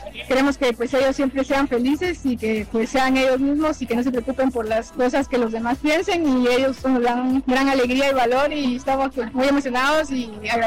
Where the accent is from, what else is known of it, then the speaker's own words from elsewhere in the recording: Guatemala; vengo de Guatemala